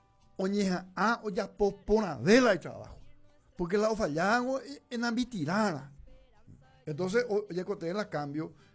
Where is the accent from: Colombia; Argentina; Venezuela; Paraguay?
Paraguay; como paraguayo, como cristiano que somos